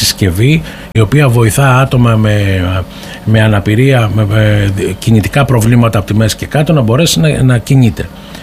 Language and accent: Greek; Greece